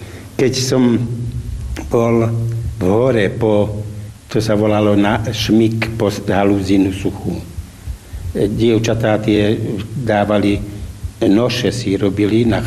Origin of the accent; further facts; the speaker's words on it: Vyšný Sliač, Žilina Region, Slovakia; Ja som z Vyšného Sliača